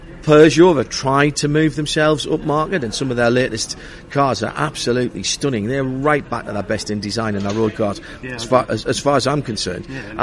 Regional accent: Sunderland, North East England, United Kingdom; I think this week, up in my hometown in Sunderland, the biggest car manufacturing plant in the UK is Nissan.

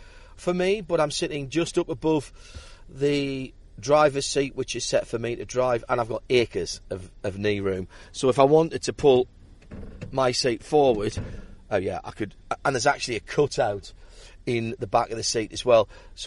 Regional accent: North East England, United Kingdom; accent: northeastern; now in Australia; my northeastern accent.

